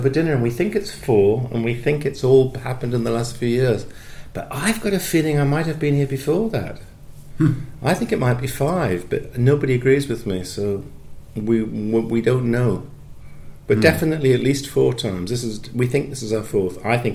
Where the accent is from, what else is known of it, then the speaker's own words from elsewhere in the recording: Newcastle, North East England, United Kingdom; also born or lived in Glasgow / London / Norfolk; now in Somerset, United Kingdom; I've been in Norfolk. Uh-huh. I've been in London. I've been I was born in Glasgow, grew up in Newcastle. I'm currently in Somerset, which is of 150 miles southwest of London.